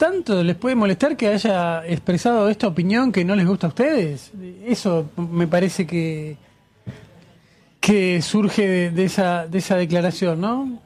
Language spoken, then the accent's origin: Spanish; Argentina